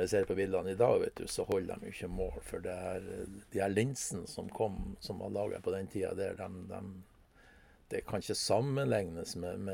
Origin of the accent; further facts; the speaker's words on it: Korgen, Nordland, Norway; Ja, jeg er jo fra Rennemoen da.